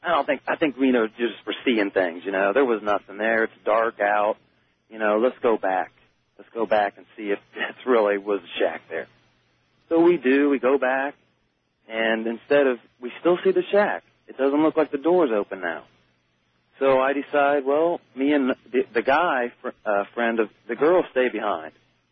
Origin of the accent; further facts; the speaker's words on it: Canal Winchester, Ohio, United States; Hi. I'm from Canal Winchester, Ohio.